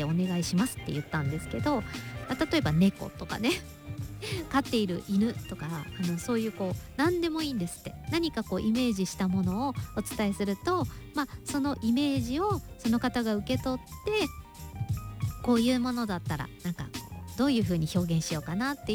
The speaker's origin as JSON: {"language": "Japanese", "town": "Kitakyushu", "region": "Fukuoka", "country": "Japan", "tie": "born or raised there", "said": "あの我が北九州というね町はですね、私の地元なんですが"}